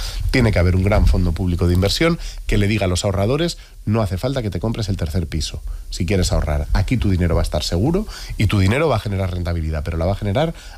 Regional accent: Madrid, Community of Madrid, Spain; en Madrid, que es lo que conozco porque es mi pueblo

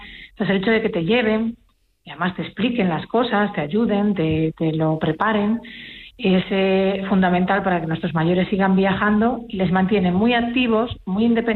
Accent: Galicia, Spain; Los gallegos acuden, como gallega que soy

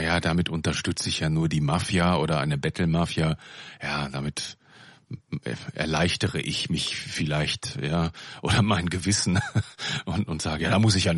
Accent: Lower Saxony, Germany; So etwa bei uns in Südoldenburg nannte man diese Gruppierung häufig die Nicht-Sesshaften.

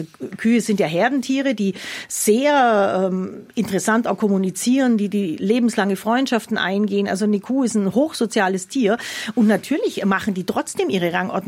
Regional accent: Oberstaufen, Bavaria, Germany; ich komme ja eigentlich aus Oberstaufen

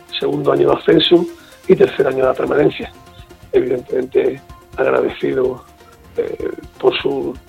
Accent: Jerez, Andalusia, Spain; Somos de Jerez, lo conozco hace muchísimos años

